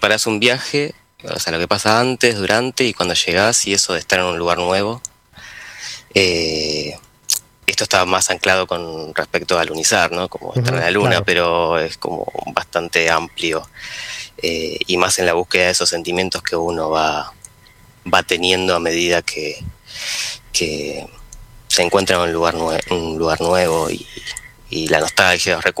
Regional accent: Llavallol, Buenos Aires Province, Argentina; moved away as an adult; now in Buenos Aires, Argentina; Ahora estoy en Almagro. Originalmente soy de Lavallol, de Zona Sur, y estoy viviendo en Capital hace unos años ya.

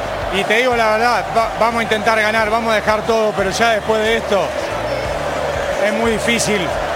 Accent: Argentina

